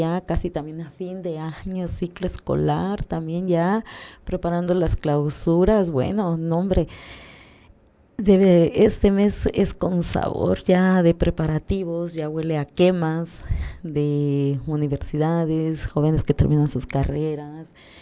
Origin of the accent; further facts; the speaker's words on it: Mexico; todos los mexicanos que creemos y confiamos en ellos.